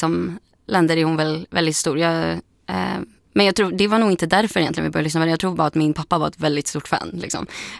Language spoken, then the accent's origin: Swedish; Brussels, Brussels-Capital Region, Belgium; Jag växte upp i Bryssel och där jag lyssnade inte på överdrivet mycket musik